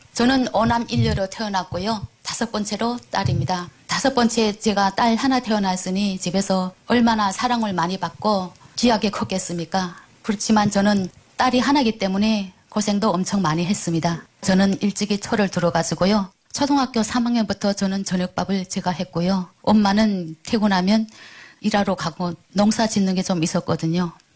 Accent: Onsong, North Hamgyong, North Korea; now in Gwangmyeong, South Korea; 저희 고향은 함경북도 언성이고요. 2005년도에 탈북해서 남한에는 2009년도에 입국했습니다.

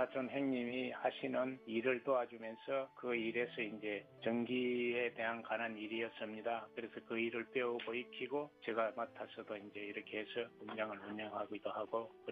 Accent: Changseon, South Gyeongsang, South Korea; moved away as an adult; 경남 남해, 남해하고도 창선이라는 데가 있어요. 그곳에서 이제 어렸을 때 자랐고요. 가난하게 시골에서 자랐는지요.

